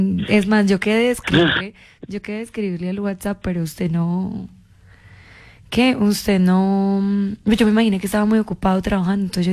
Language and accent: Spanish; Antioquia, Colombia; soy paisa.